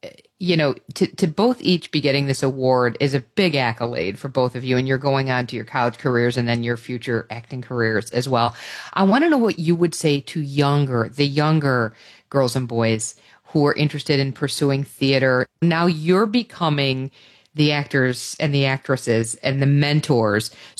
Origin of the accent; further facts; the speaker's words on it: Orland Park, Illinois, United States; now in Park Ridge, United States; I grew up in Orland Park, so I know what it's like to be a South Suburbanite.